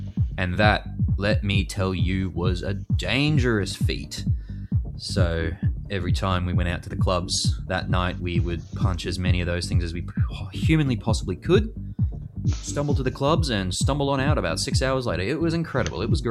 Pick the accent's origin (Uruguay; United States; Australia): Australia; And I feel like as an Australian, that should not be the case.